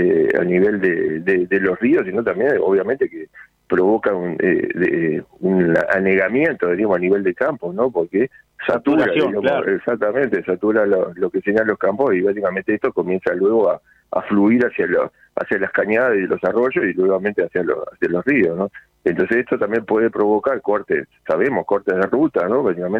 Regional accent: Uruguay

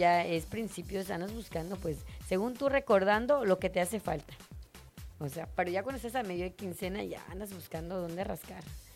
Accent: Mexico; como buen mexicano, lo dejamos al último.

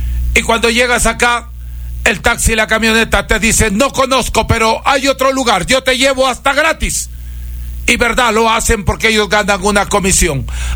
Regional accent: Huancabamba, Piura, Peru; como curador huancabambino del Perú, yo comparto enseñanzas inspiradas en todas las tradiciones de mi tierra natal, allá donde nosotros subíamos un cerro encantado para traer la hierba

